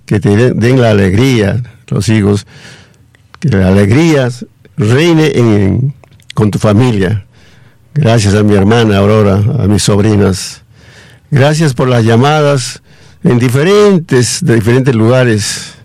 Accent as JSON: {"language": "Spanish", "town": "Umbe", "region": "Ancash", "country": "Peru", "moved": "yes", "lives_now": "Lima, Peru", "said": "Yo soy de Umbe. ¿Dónde queda Umbe? Recién en la provincia de Sihuas."}